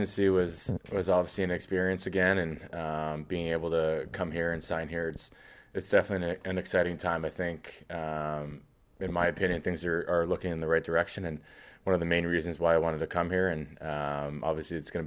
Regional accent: Toronto, Ontario, Canada; And I think obviously growing up in Scarborough and Toronto, it's automatically the Leafs

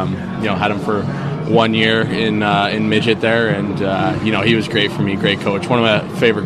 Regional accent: Saskatchewan, Canada; now in San Jose, United States; growing up in Saskatchewan, it's really, really rural

